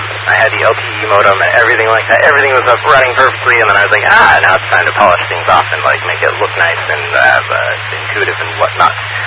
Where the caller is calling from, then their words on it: Washington, United States; but I'm 30 miles from Seattle